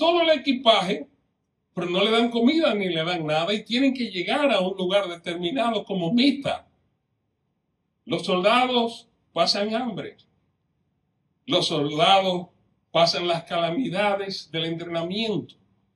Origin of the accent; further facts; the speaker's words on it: Dominican Republic; En mi país, en la República Dominicana